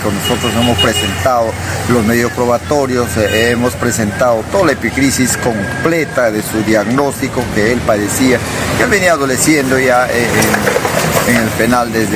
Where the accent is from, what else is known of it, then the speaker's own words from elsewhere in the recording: Aucaloma, San Martín, Peru; es mi paisano también, yo soy de Aucaloma